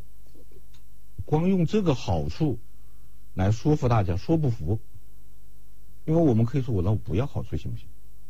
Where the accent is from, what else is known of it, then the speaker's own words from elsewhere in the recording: China; 用我们中国人通常说的一句话来总结